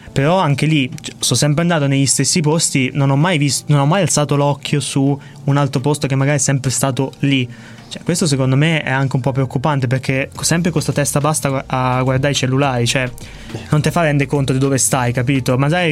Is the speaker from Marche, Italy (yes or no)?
yes; Marche, Italy; Io, non essendo di Bologna, sono marchigiano, vivo a Porto dei Canali